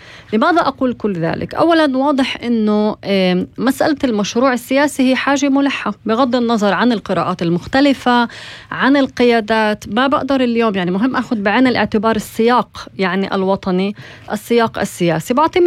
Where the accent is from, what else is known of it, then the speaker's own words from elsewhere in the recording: Palestine; حالاتنا كفلسطينيين